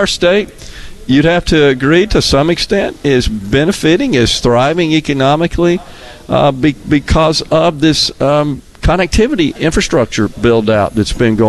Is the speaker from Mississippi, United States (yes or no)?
yes; Mississippi, United States; right here in my home state, in this area.